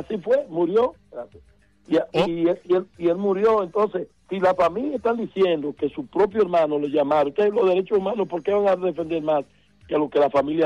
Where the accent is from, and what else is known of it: Dominican Republic